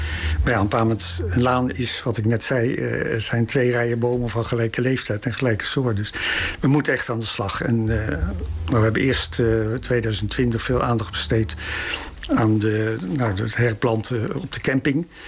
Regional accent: Overijssel, Netherlands; ik kom niet uit Vollenhoven, ik kom uit Belschutsloot.

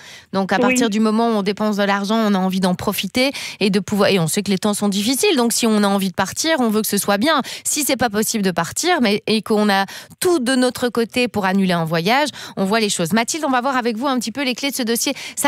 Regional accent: Gerpinnes, Wallonia, Belgium; Et moi, j'ai grandi

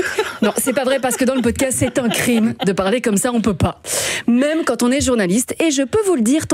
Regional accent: Liège, Wallonia, Belgium; accent: Liégeois; on a voulu me faire perdre mon accent liégeois

